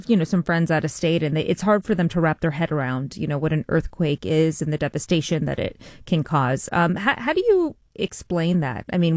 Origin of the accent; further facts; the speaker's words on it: California, United States; I'm from Southern California, so I have.